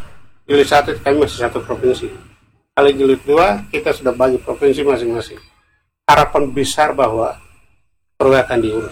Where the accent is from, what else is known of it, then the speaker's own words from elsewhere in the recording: Papua, Indonesia; kami orang Korowai